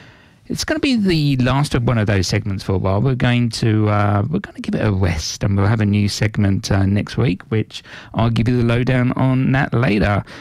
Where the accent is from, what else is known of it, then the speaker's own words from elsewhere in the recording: England, United Kingdom; now in Sydney, Australia; being English, I've been here for 27 years